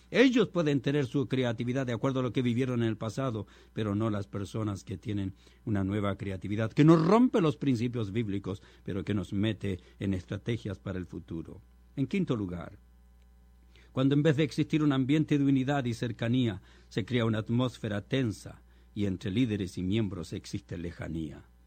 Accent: Chile; moved away; en mi país, en Chile

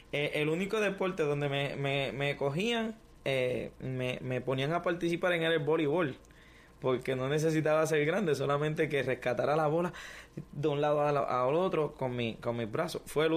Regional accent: Ponce, Puerto Rico; yo nací en Ponce, en Puerto Rico. Nací en el 1980 y desde que nací pues mi familia ha estado en batallas legales conmigo, quién me va a tener, quién no me va a tener, pero me crié entonces con mis abuelos.

